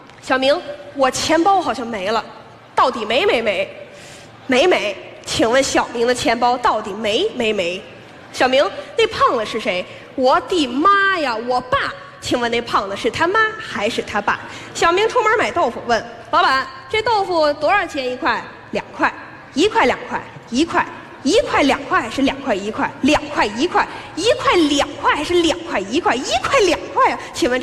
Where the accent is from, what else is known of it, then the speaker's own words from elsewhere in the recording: Russia; Chinese is a second language; 没事儿，我们俄罗斯人不怕冷